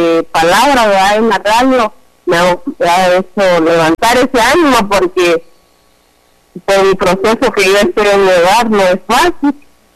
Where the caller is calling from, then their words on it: San Pablo, San Marcos, Guatemala; Aquí en el Porvenir, hermano, Colonia Miramar.